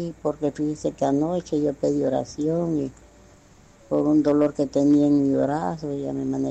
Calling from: Choloma, Cortés, Honduras; Le hablo de aquí, Choloma Cortés.

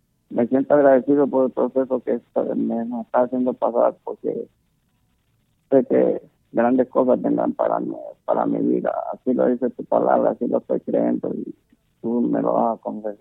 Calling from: Sabá, Colón, Honduras; De Sabacolón.

